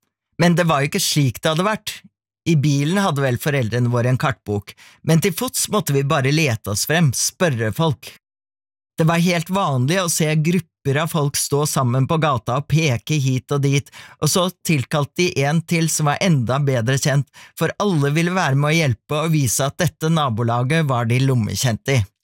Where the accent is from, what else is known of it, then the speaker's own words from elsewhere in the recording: Oslo, Norway; moved away as an adult; Men nå var vi midt I hjembyen min Oslo, her jeg bodde I nesten 60 år